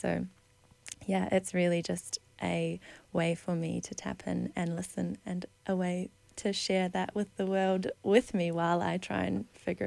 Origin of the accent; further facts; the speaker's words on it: New Zealand; also born or lived in Melbourne, Australia; now in Margaret River, Australia; I'm from Aotearoa, New Zealand, and have been in Margaret River for the last, I think, 7 or 8 months. And I moved from Melbourne before then